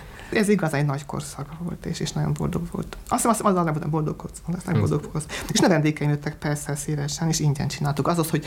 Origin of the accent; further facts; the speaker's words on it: Budapest, Hungary; born there; Én Tabánban születtem egészen szegény körülmények között, engem még fateknőben fürdettek